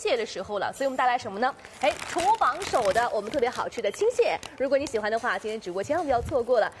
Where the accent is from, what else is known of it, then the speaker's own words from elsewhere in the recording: Shanghai, China; 要说啊，我们上海人是真的很喜欢吃海鲜啊